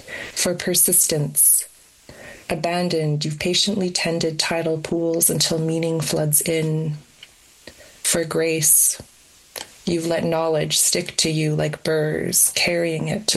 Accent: Edmonton, Alberta, Canada; Growing up in Edmonton, like you couldn't just go to any store, you had to go to Chinatown.

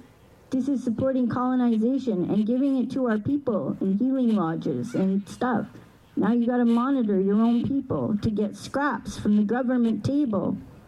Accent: Vancouver, British Columbia, Canada; born or raised there

